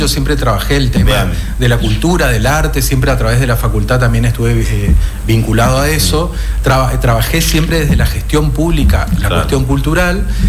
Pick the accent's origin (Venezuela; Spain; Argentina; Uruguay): Argentina; Corrientes; born there; moved away as an adult; now in Resistencia, Argentina; Yo soy nacido de Corrientes, lo que pasa es que a esta altura ya me considero más chaqueño